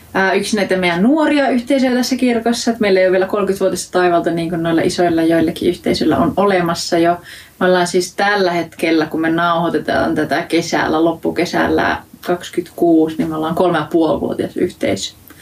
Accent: Oulu, North Ostrobothnia, Finland; tuun Oulusta.

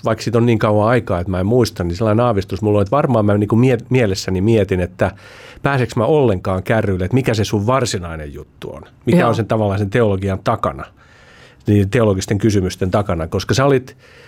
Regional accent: Helsinki, Uusimaa, Finland; mä oon helsinkiläinen, niin ei siinä tapahtunut mitään muutosta oikeastaan

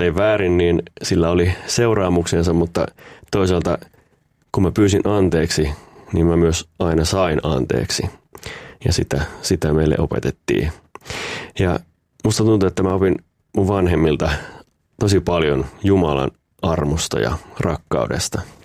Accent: Peräseinäjoki, South Ostrobothnia, Finland; Joo, mä oon viettänyt lapsuuden ja nuoruuden tuolla Etelä-Pohjanmaalla Peräseinäjoella ja oon kristitystä perheestä lähtöisin

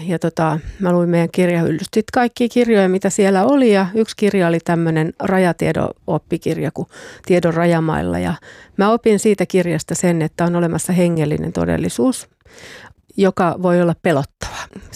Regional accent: Eastern Finland, Finland; born there; Mä oon syntynyt Etelä-Suomessa ja sitten me on muutettu tuonne Itä-Suomeen, kun mä oon ollut 8.

